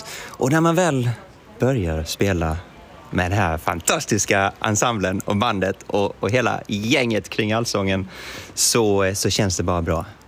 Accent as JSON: {"language": "Swedish", "region": "Halland County", "country": "Sweden", "said": "som hallänning"}